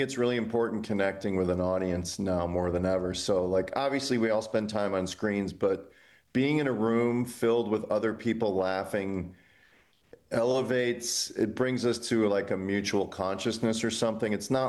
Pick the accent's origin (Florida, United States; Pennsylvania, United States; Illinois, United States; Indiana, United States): Illinois, United States; And I grew up in Illinois